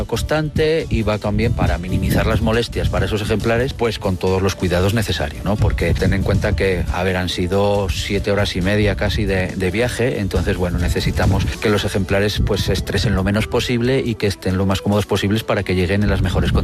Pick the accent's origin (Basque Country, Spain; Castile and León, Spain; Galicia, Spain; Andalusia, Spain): Castile and León, Spain; León; Yo soy de León, yo trabajo aquí en la parte de Picos, ¿vale?